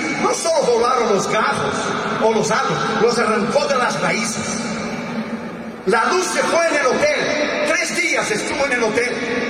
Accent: Brazil; Cuando era niño en Brasil

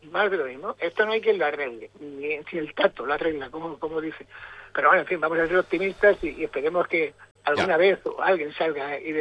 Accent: Canary Islands, Spain; siempre somos los canarios los que salvamos la temporada de verano.

